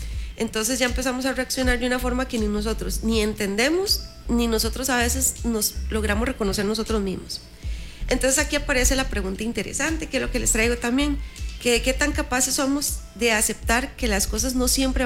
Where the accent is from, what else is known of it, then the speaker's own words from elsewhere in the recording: Costa Rica; accent: Costa Rican; cuando veníamos como cabizbajos o sí, o como huevadillos, ¿verdad? Como muy tico decirlo así.